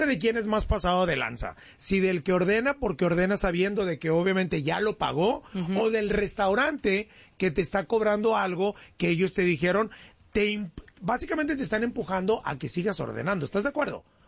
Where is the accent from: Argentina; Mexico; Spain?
Mexico; Monterrey, Nuevo León; yo soy regio, bro.